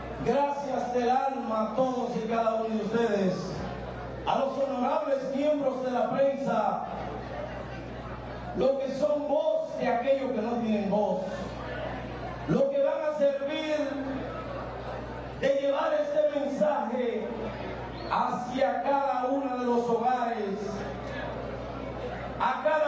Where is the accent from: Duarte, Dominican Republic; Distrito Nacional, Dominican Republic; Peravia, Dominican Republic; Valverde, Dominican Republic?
Valverde, Dominican Republic; se levanta con la fuerza para seguir trabajando en beneficio de mi pueblo, de mi provincia de Valverde.